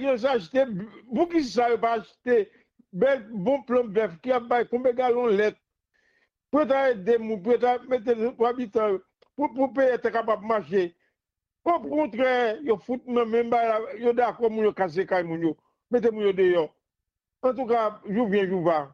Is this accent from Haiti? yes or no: yes; Haiti; Moi, je suis d'Haïti.